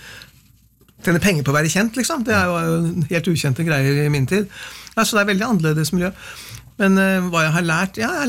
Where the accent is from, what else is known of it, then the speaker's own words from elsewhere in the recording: Kløfta, Akershus, Norway; Nei, altså, jeg var jo født og oppvokst på Kløfta, hvor faren min var tannlege.